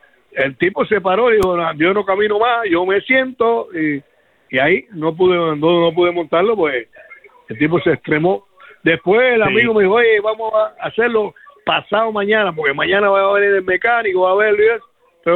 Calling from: Santa Clara, Villa Clara, Cuba

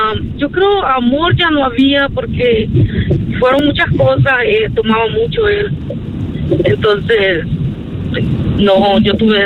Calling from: Los Angeles, California, United States; aquí voy pasando el Thomas Bridge de San Pedro

